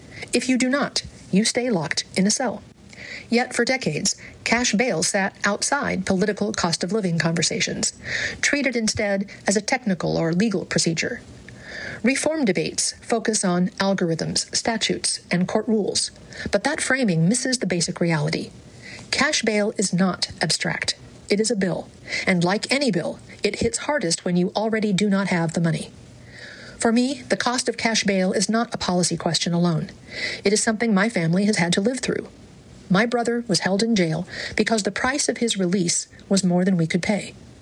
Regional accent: North Carolina, United States; I can see the benefits of tenant organizing in places like my home state of North Carolina

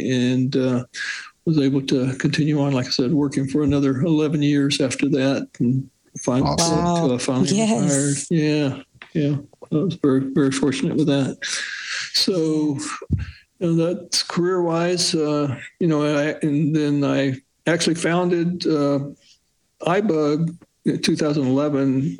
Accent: Houston, Texas, United States; I grew up here in Houston

